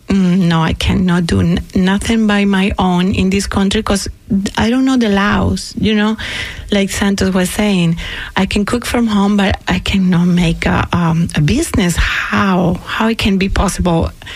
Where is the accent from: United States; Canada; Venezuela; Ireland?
Venezuela; English is a second language; moved away; I'm from Venezuela, and to start here as an immigrant was really hard